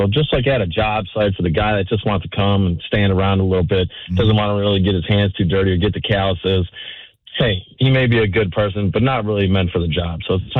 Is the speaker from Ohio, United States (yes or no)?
no; Milwaukee, Wisconsin, United States; I was born and raised in Milwaukee. I have no plans on leaving.